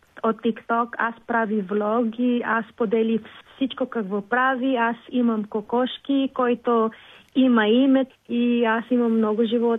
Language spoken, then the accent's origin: Bulgarian; Philippines; Bulgarian is a second language; moved away as an adult; now in Pernik, Bulgaria; аз не ходих 7 години в Филипините